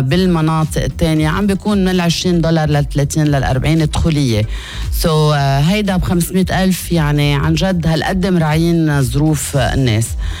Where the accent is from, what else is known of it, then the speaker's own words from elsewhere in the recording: Lebanon; نحن اللبنانية